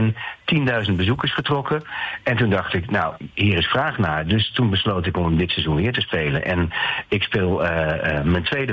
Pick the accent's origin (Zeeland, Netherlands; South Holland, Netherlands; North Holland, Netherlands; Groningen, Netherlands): Groningen, Netherlands; En bij ons in ik kom uit Groningen oorspronkelijk. Nou, daar zie je het heel veel.